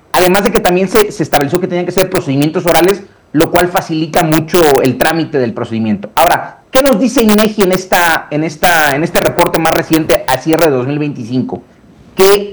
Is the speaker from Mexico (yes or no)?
yes; Mexico; que son países que comparten un entendimiento del derecho como el mexicano, somos herederos de la cultura continental del derecho